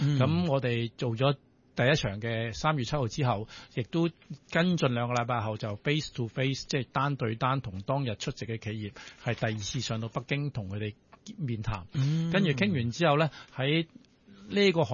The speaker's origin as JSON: {"language": "Cantonese", "country": "Hong Kong", "tie": "born or raised there", "said": "當然我本身是土生土長的香港人，咁亦都做過香港金融好多年啦"}